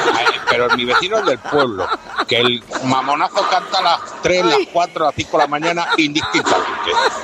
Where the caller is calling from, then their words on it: Getafe, Community of Madrid, Spain; de Getafe, evidentemente.